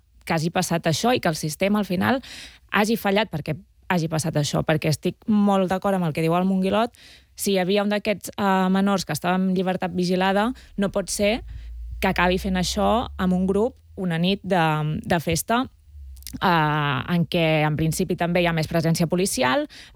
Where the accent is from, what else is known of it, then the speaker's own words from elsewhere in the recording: Berga, Catalonia, Spain; jo sóc de Berga, Manresa queda a prop